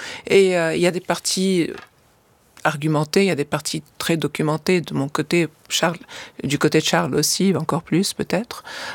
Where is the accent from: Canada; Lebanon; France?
Lebanon; Et automatiquement, en tant que Libanaise